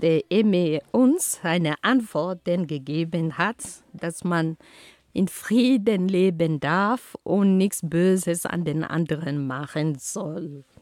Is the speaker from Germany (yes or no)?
no; Cameroon; first language Romala; German is a second language; In meiner Heimat Kamerun heißt dieser Baum Pfeking oder Pfeking, je nach Region oder Sprache. Also meine Muttersprache lautet Romala.